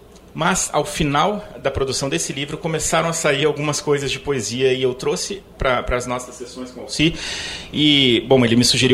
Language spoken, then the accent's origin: Portuguese; Porto Alegre, Rio Grande do Sul, Brazil; born there; also born or lived in Rio de Janeiro / São Borja; Então, vivi minha infância muito presente em São Borja, no interior mesmo de São Borja, não só na cidade. Então, me considero um pouco esse pampa urbano, né? Que depois vem para Porto Alegre, cresce aqui